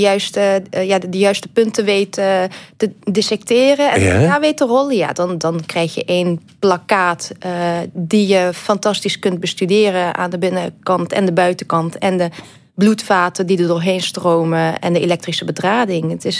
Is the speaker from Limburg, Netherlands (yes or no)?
yes; Roermond, Limburg, Netherlands; moved away as an adult; also born or lived in Maastricht / Rotterdam / Hasselt; Ja, ik ben in Roermond opgegroeid, in Maastricht gestudeerd en vervolgens in Rotterdam en in Hasselt gaan werken.